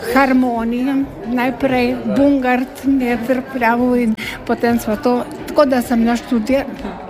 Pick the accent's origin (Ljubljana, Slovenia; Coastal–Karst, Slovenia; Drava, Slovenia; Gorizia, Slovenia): Gorizia, Slovenia; Koritnica; Prihajam iz Baške Grape, iz Koritnice. Tam me je, ko bi rekla, že ne vem koliko sem imela, 8-9 let sem pela drugi glas